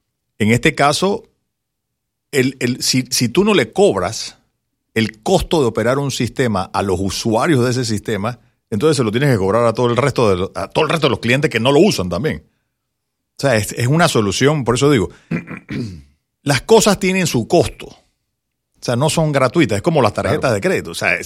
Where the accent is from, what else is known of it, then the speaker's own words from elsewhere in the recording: Panama; Panamá, por más grande que suene para nosotros, los panameños, este no es un mercado grande.